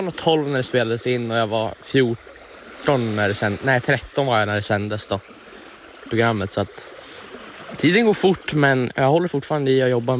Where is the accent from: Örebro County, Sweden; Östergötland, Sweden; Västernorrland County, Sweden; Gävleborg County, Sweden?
Gävleborg County, Sweden; hemma i Hälsingland